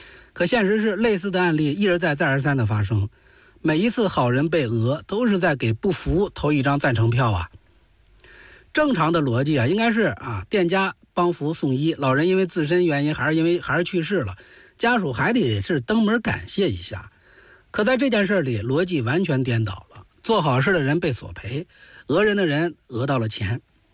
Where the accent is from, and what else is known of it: Hebei, China